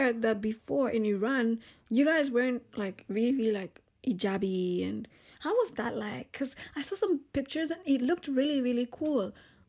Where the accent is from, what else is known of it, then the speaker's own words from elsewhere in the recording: Nigeria; So yeah, I was saying that just growing up in Nigeria, It was incredibly difficult for me to feel like I was accepted